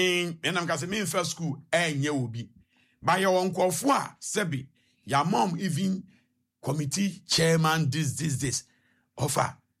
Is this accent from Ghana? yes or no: yes; Ghana; I'm telling you my pain as a Ghanaian.